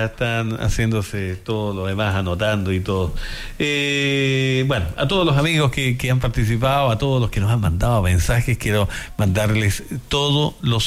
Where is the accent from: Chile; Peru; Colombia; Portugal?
Chile; Peumo, O'Higgins; Pero nosotros somos de Peumo, así que mandarle todo el saludo a mi mamá ahí en la Quebrada del Ají, y que ya también voy para allá.